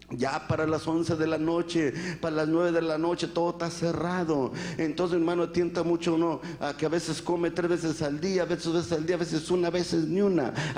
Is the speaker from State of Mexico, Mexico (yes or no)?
no; Matamoros, Tamaulipas, Mexico; yo soy nativo de la ciudad de Matamoros, Tamaulipas, México.